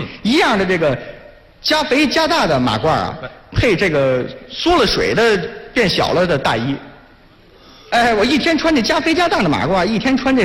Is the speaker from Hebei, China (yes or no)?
yes; Tangshan, Hebei, China; 唐山呢。